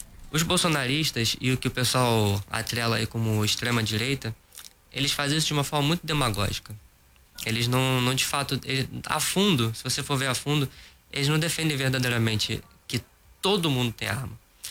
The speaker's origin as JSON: {"language": "Portuguese", "country": "Brazil", "tie": "born or raised there", "said": "Eu morei minha vida inteira na Zona Oeste"}